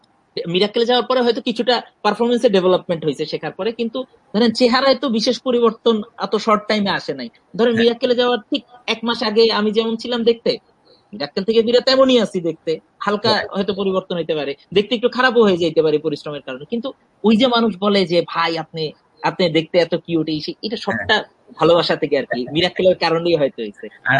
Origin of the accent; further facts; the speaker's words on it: Dhaka, Dhaka Division, Bangladesh; আমি আসলে ঢাকাতেই বড় হয়েছি, এবং আমার আমার জীবন যাপন, আমার চিন্তা ভাবনা, আমার কথাবার্তা, আমার জোক, আমার লেখালেখি সব জায়গায় আসলে ঢাকাতেই বেশি।